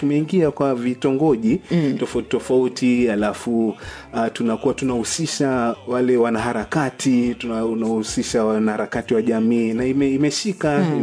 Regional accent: Mombasa, Mombasa County, Kenya; Na mimi ni mzaliwa pwani wa Kenya, mji unaojulikana kama Mombasa. Nimezaliwa huko Mombasa, nimelelewa Mombasa, kwa hivyo mimi ni mwenyeji wa pale Mombasa.

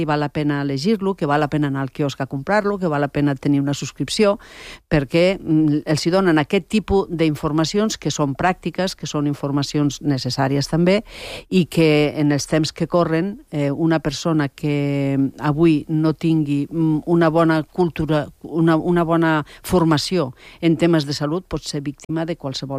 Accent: Catalonia, Spain; accent: Ponent

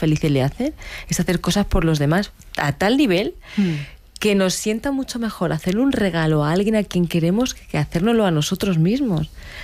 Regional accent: Águilas, Region of Murcia, Spain; born there; Bueno, bueno, yo soy nacida en Águilas

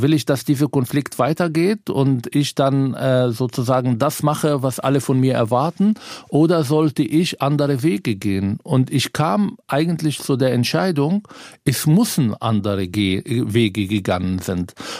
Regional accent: Palestine; now in Berlin, Germany; Ich bin Palästinenser.

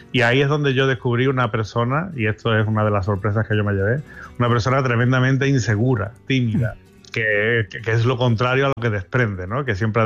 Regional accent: Cádiz, Andalusia, Spain; también que soy de Cádiz, o sea, que hay una empatía muy muy, muy clara, ¿no?

